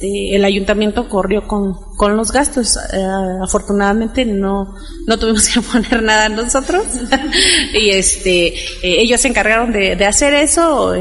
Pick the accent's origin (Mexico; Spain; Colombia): Mexico; Porque necesitamos ver realmente qué es el significado que tiene el 15 de septiembre como mexicanos